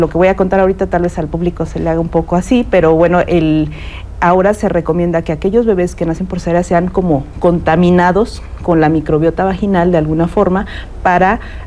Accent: Querétaro, Mexico; los que somos queretanos

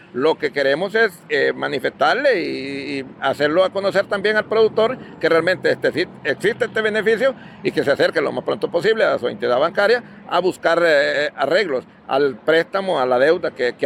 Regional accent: Honduras; aquí todos somos hondureños

